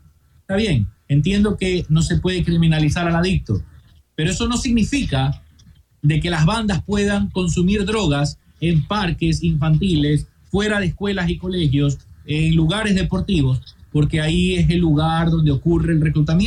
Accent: Ecuador; yo creo que como ecuatorianos tenemos que apoyar este tipo de leyes.

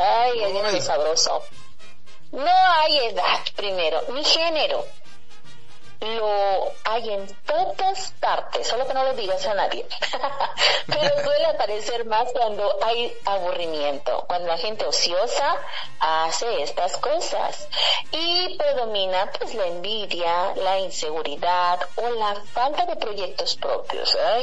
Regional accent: Mexico; así somos los mexicanos

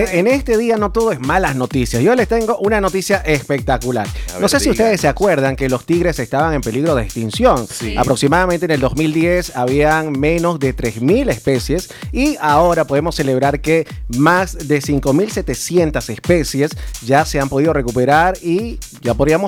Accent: Sucumbíos, Ecuador; moved away; yo vengo de la provincia de Sucumbíos.

